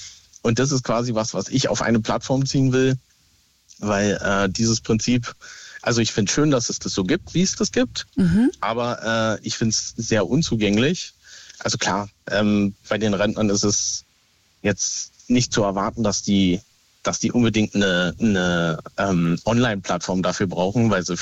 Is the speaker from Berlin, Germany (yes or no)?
yes; Berlin, Germany; weil wir wohnen halt in Bayern und ich bin ursprünglich Berliner